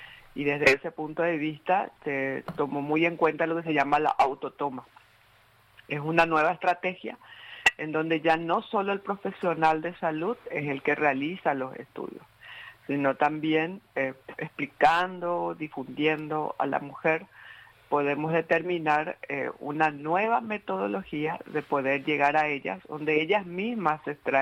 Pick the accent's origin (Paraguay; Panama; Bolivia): Paraguay; por dar a conocer también como paraguayos qué estamos haciendo a nivel de salud pública, a nivel internacional.